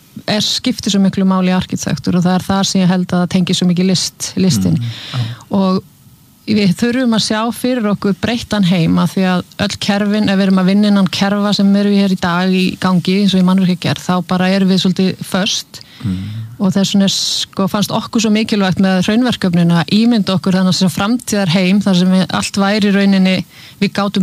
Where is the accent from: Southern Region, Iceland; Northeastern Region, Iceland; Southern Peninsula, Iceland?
Northeastern Region, Iceland; Húsavík; Já Ég er frá Húsavík fóreldra mínu frá Akureyri og Húsavík